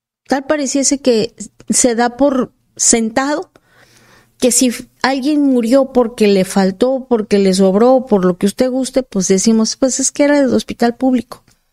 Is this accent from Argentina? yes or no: no; Yucatán, Mexico; bien quesos allá en Yucatán